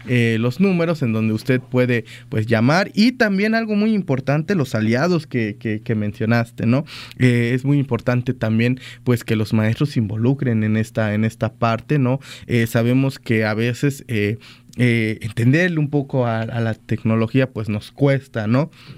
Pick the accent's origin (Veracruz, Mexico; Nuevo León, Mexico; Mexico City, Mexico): Veracruz, Mexico; Coxquihui; Ellos son originarios allá del municipio de Coxquiwi, sí, mi tierra natal